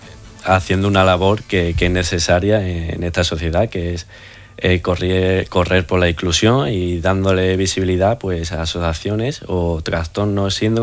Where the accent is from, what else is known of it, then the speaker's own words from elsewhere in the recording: La Palma del Condado, Andalusia, Spain; mi pueblo, La Palma del Condado